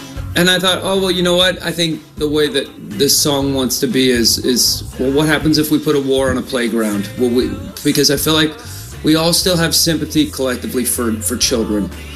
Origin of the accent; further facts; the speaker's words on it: Oklahoma, United States; We're from Oklahoma. We've always had red dirt in our shoes.